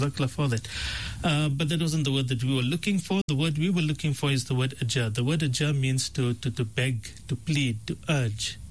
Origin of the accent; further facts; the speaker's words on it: Pietermaritzburg, KwaZulu-Natal, South Africa; But to my defense, I am from Pietermaritzburg and I have downloaded the radio app and I can listen all the time.